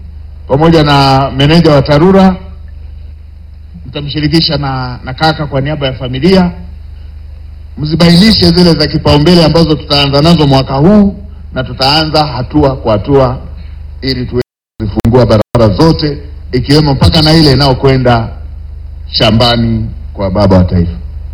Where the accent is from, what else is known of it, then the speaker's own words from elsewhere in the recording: Mara, Tanzania; Na hata nikishasema natokea Mara, najua watu wa Singida hawataninyima kura.